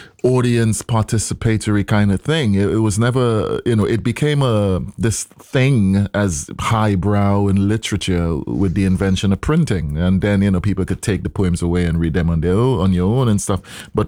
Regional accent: Trinidad & Tobago; moved away as an adult; in Trinidad, growing up in Trinidad

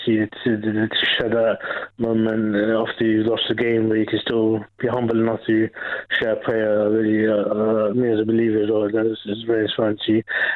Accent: England, United Kingdom; I'm from England. As I said, I'm dual citizenship.

